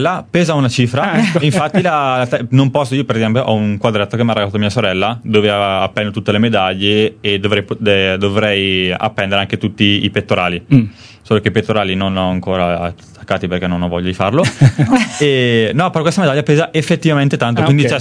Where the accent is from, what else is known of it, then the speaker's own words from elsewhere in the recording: Brembate di Sopra, Lombardy, Italy; È una squadra del mio paese, prima l'Almenno San Bartolomeo, che abita a 500 metri dal mio paese, che abita a Brembate Sopra